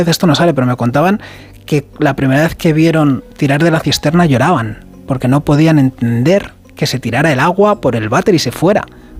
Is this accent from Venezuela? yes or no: no; Spain; la sensación que tenemos como pueblo español hacia el pueblo saharaui es un sentimiento de afecto, es un sentimiento de incluso de hermandad